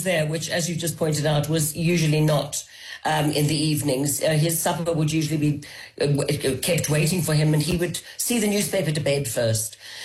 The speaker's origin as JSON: {"language": "English", "town": "Johannesburg", "region": "Gauteng", "country": "South Africa", "tie": "born or raised there", "said": "growing up in Johannesburg was exciting, dangerous, but exciting."}